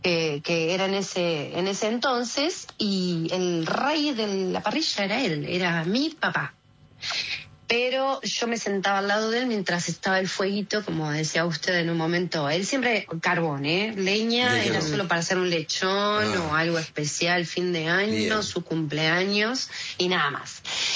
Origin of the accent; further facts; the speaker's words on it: Banfield, Buenos Aires Province, Argentina; now in San Vicente, Argentina; Yo, bueno, zona sur, yo me crié en Banfield.